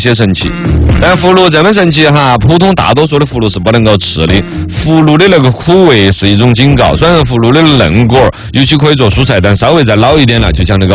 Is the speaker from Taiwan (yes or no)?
no; China; 我们中国人